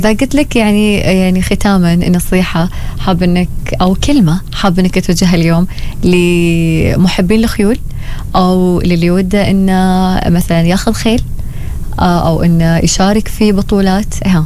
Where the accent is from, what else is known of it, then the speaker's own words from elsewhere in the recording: Oman; هنا عندنا في سلطنة عمان